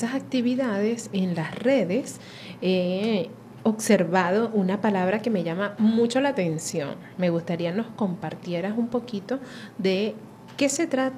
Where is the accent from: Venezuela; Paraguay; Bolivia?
Venezuela; nosotros los venezolanos, bueno, no nos quedamos de brazos cruzados.